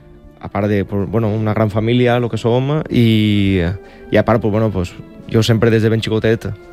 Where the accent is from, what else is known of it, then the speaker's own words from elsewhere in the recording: Montesa, Valencian Community, Spain; és un orgull estar en la banda del meu poble. Al final és on m'he criat, en tinc els meus amics, la meva família, ho tinc tot.